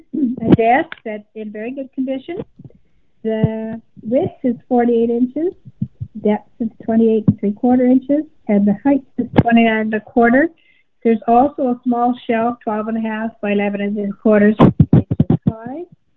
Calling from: Manitou, Manitoba, Canada

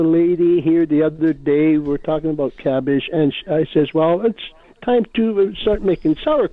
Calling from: Winnipeg, Manitoba, Canada; I'm calling from Winnipeg.

